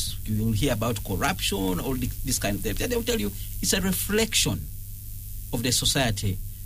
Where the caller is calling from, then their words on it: Entebbe, Central Region, Uganda; That's how I'm listening in from Entebbe.